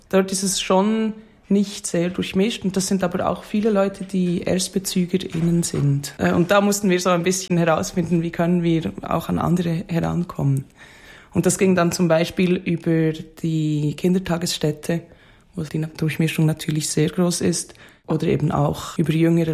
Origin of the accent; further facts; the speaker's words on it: Bern, Switzerland; Also ich bin selbst auch in Bern aufgewachsen, aber an einem ganz anderen Ort. Und dann so zu merken, wir kommen beide aus der gleichen Stadt und haben fast den gleichen Jahrgang